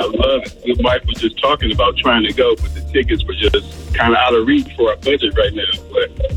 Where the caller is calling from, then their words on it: Grayson, Georgia, United States; I'm calling from Grayson, Georgia.